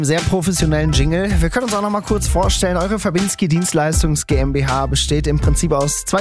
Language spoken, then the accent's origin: German; Voerde, North Rhine-Westphalia, Germany; 1,75 groß, komme gebürtig aus Förde am Niederrhein